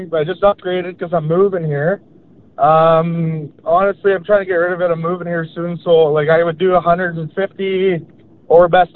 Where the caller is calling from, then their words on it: Oakville, Manitoba, Canada; Calling from Oakville.